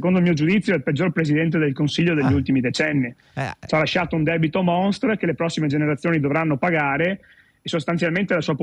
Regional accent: Venice, Veneto, Italy; Io sono nato e cresciuto a Marghera, che è un quartiere popoloso della terraferma veneziana con tante contraddizioni

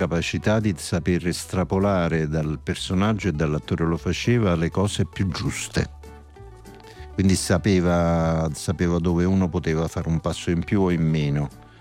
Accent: Naples, Campania, Italy; Io ne posso parlare male e dire magari che cosa non mi piace, ma io da napoletano lo posso fare, ma altri no.

